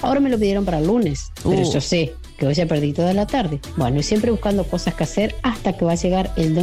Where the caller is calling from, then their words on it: Entre Ríos, Argentina; de Entre Ríos.